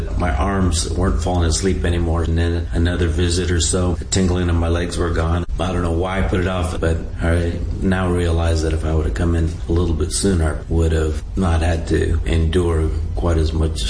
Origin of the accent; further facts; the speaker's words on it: Carlton, Oregon, United States; I'm from Carlton, Oregon.